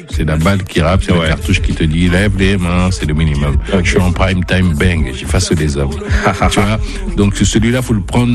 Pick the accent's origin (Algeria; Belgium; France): France; also born or lived in Congo; Je suis né au Congo, j'ai grandi en France